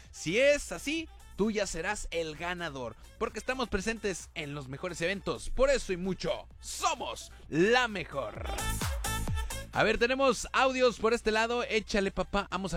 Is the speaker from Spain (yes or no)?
no; Mexico; somos mexicanos, o sea, la neta, somos mexicanos